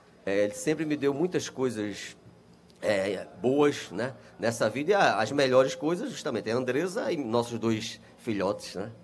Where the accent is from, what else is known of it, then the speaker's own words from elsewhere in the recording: Bom Jardim, Brazil; como eu sou de Bom Jardim